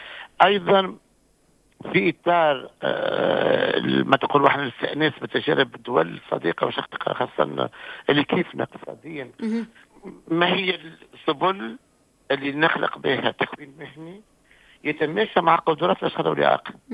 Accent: Tunisia; عندنا في تونس

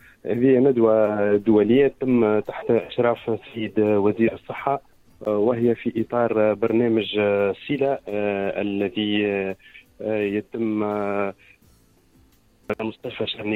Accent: Tunisia; مثلا احنا عندنا في تونس توا عندنا 6 ولايات ما فيهمش أطباء شرعيين

